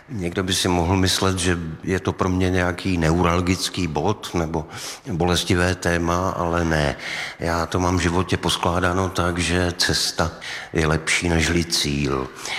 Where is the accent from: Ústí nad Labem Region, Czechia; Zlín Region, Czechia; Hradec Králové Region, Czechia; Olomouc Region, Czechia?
Olomouc Region, Czechia; vyrůstal jsem na Bělidlech, mám tady spoustu známých z té mojí milované čtvrti.